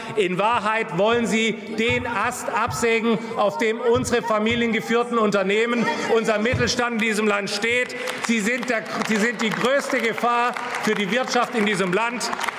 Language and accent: German; Baden-Württemberg, Germany; Auch in meinem Heimatland Baden-Württemberg, in meinem Wahlkreis, werden Arbeitsplätze abgebaut.